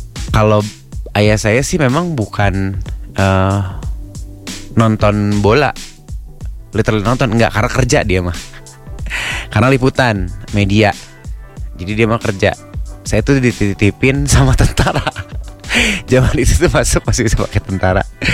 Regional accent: Bandung, West Java, Indonesia; also born or lived in Garut; Ayah saya orang Jawa, ibu saya orang Padang. Saya gak ada orang Sunda-Sundanya. Memang saya lahir di Jawa Barat, saya lahir di Garut, besar di Bandung. Makanya kalau orang nanya saya bilangnya orang Bandung.

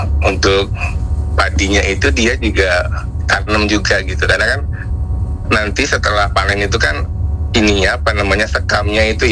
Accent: Indonesia; moved away as an adult; now in Japan; kalau kita kan orang Indo ya.

